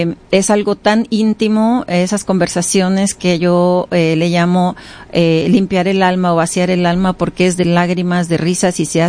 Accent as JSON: {"language": "Spanish", "region": "Guerrero", "country": "Mexico", "tie": "born or raised there", "moved": "yes", "said": "yo crecí en el estado de Guerrero y todavía puedo recordar esas gotas grandes cuando llueve y el olor de la tierra mojada de mi pueblo, ¿no? De donde yo vengo."}